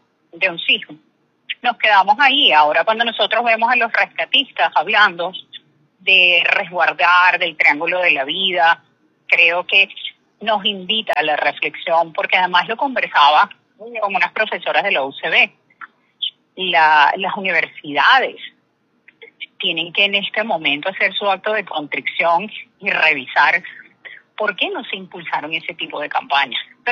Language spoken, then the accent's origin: Spanish; Venezuela; nos desaniman como venezolanos